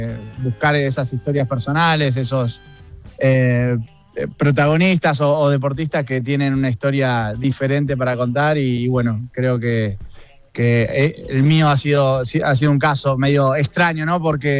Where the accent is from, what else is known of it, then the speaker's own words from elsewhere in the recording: Argentina; now in Montpellier, France; Por cómo somos nosotros, los argentinos, la mayoría, ¿no? De tan pasionales que dejamos todo y siempre estamos, viste, positivos y dándole para adelante.